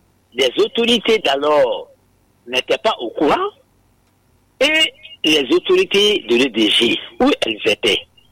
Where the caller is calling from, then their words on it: Conakry, Guinea; je suis à Madina, et je suis à côté de Mafanko, donc je connais.